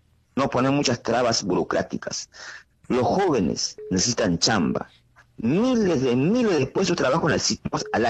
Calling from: Lima, Peru

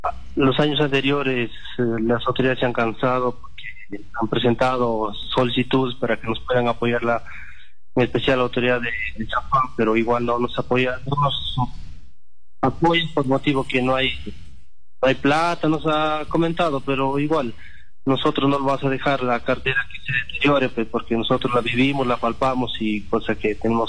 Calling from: Cajamarca, Peru; Estoy llamando acá de un caserío número 8, territorio de San Juan

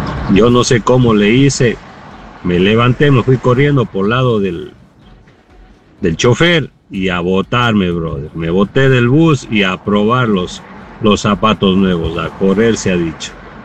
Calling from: Azuay, Ecuador; yo soy del Valle.

